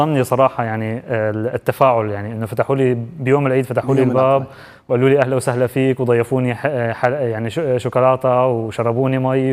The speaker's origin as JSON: {"language": "Arabic", "country": "Syria", "said": "فأنا نازل من النرويج باتجاه أوسلو، باتجاه عفوا مدينة دمشق العاصمة السورية"}